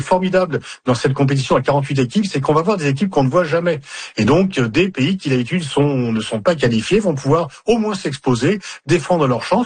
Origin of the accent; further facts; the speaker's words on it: France; Bah écoutez, bien sûr, en tant que Français, supporter des Bleus, j'aimerais que mon équipe aille le plus loin possible